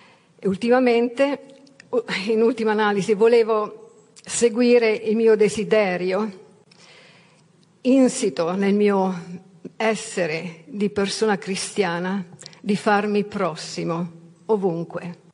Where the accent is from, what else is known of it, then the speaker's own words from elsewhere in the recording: Rome, Lazio, Italy; moved away as an adult; now in United Kingdom; Roma è la mia città natale, quindi sono estremamente emozionata e grata di essere qui, onorata di essere qui oggi. Vivo in Gran Bretagna da 35 anni